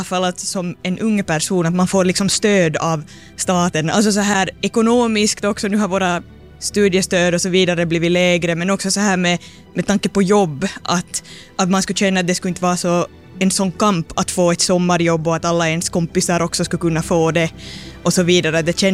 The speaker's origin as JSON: {"language": "Swedish", "town": "Nedervetil", "region": "Central Ostrobothnia", "country": "Finland", "said": "Jag kommer från Nedavetil."}